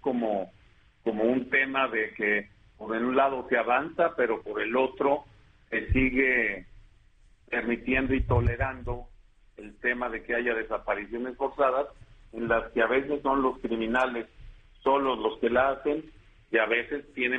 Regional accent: Zacatecas, Mexico; moved away; lo que pasó allá en mi tierra, Zacatecas

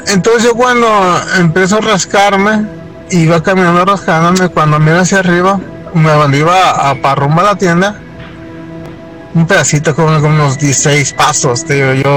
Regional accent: Santa Marta, Magdalena, Colombia; el chiste es que yo soy de Santa Marta, mi tamita, como les digo. Yo soy guadalupano.

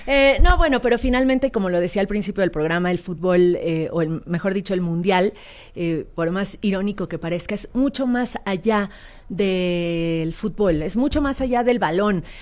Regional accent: Mexico; decirnos como mexicanos

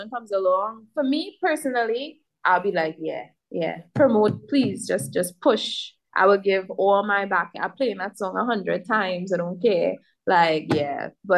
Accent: Trinidad & Tobago; I think growing up in the Caribbean and growing up in Trinidad and Tobago, I will always know what is soca and what is not soca.

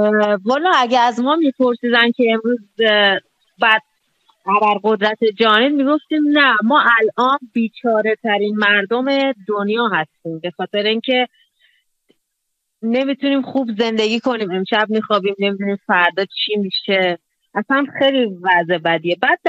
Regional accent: Iran; بنابراین من خودم هم به عنوان یک ایرانی،

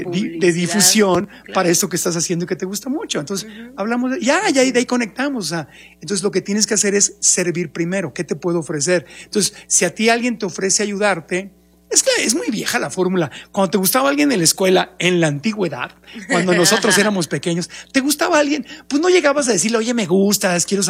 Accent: Ciudad Obregón, Sonora, Mexico; Yo crecí en Sonora, en Obregón.

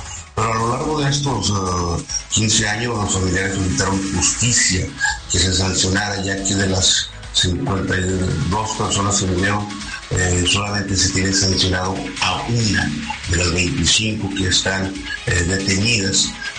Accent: Monterrey, Nuevo León, Mexico; Nosotros somos de Monterrey

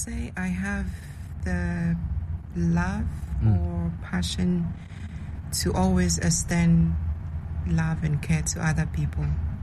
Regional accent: Eastern Region, Ghana; within my community in my hometown.

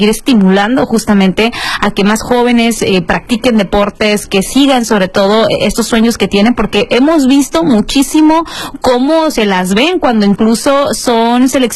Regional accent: Mexico; este orgullo que debemos de sentir como mexicanos.

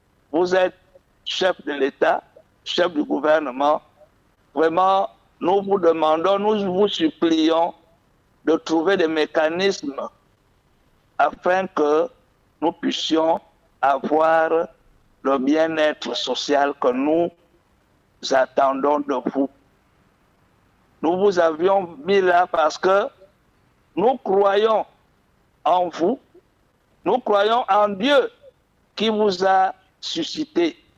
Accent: Gabon; Nous sommes aussi des Gabonais comme vous.

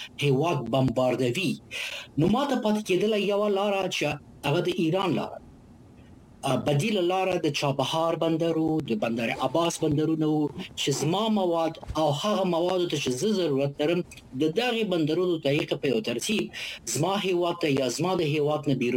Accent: Afghanistan; هغه څه چې ارتباط نیسي افغانستان او دغه کړکېچ زما هیواد متاسفانه زما وطن په داسې یو حالت کې دی

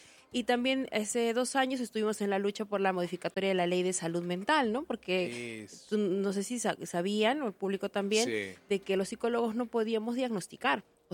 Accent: Tacna, Peru; also born or lived in Arequipa; estudié en la San Agustín de Arequipa, pero soy de Tacna.

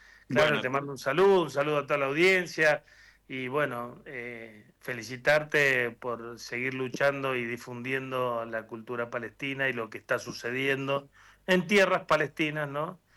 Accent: Luján de Cuyo, Mendoza, Argentina; Soy de Luján de Cuyo.

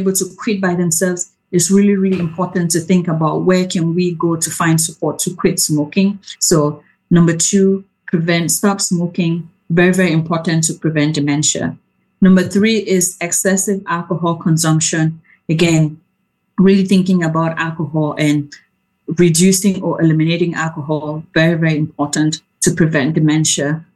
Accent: Cameroon; I know I come from Cameroon and soccer is a big thing and a lot of heading of the ball.

